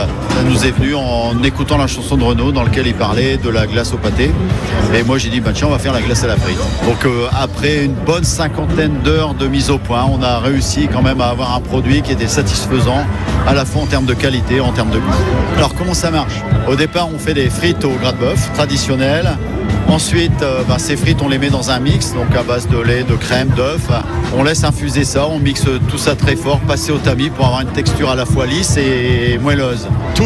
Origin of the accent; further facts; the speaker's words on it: Hauts-de-France, France; Je suis originaire du Nord, donc forcément la frite chez nous c'est emblématique